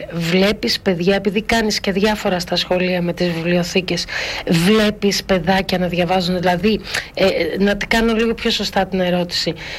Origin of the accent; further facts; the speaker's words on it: Perdika, Epirus, Greece; also born or lived in Corfu; στο χωριό μου, στην Πέρδικα.